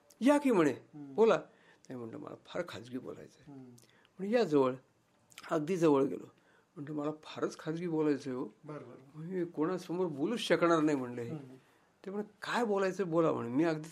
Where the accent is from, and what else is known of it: Akola, Maharashtra, India; born there